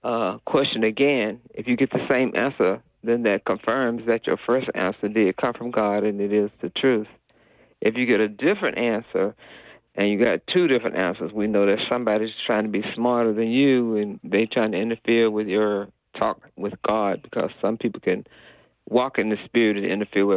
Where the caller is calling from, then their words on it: Atlanta, Georgia, United States; from Atlanta